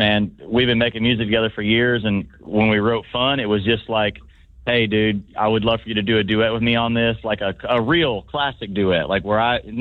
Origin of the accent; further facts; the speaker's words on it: Missouri, United States; we grew up 30 minutes apart from each other. I grew up in Southern Missouri.